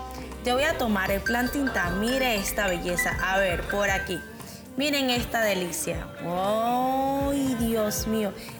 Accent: Panama; nuestra identidad como panameños, como colonenses, como afro.

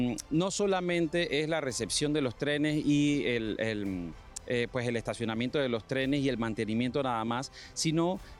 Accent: Panama; yo como panameño sí puedo decir que la ejecución de las líneas 1, la línea 2 y ahora la línea 3 ha dejado en Panamá un conocimiento en la población importante

